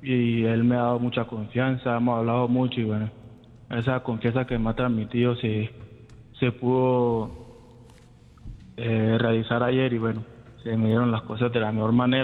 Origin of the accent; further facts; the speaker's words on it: Apartadó, Antioquia, Colombia; Yo soy de apartado Antioquia.